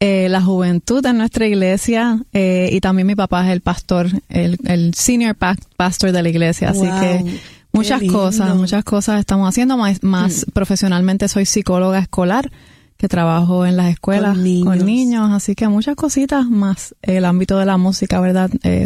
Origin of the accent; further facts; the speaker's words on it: Puerto Rico; now in Orlando, United States; Estoy aquí visitando de Orlando, Florida. Soy de aquí de Puerto Rico, nacida y criada aquí, pero en este momento resido con mi familia en Orlando, Florida